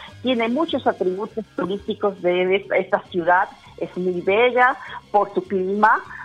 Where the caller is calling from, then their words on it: Lamas, San Martín, Peru; Estoy llamando de Lamas.